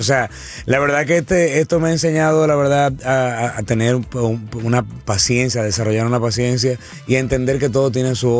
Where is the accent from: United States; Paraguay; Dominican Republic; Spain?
Dominican Republic; en mi país, República Dominicana